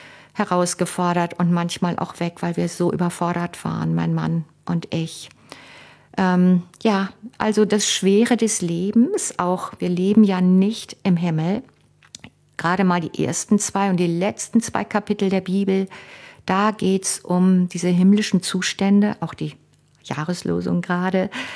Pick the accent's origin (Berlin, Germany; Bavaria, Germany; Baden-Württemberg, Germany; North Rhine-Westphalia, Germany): North Rhine-Westphalia, Germany; Cologne; zum Beispiel für mich als Kind in Köln aufgewachsen, der Karneval, dass ich als Kind mich nicht verkleiden durfte